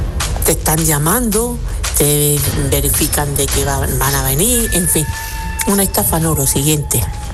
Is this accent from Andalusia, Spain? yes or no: yes; Granada, Andalusia, Spain; now in Padua, Italy; Vale, soy de Granada y vivo en Padua, súper fan vuestra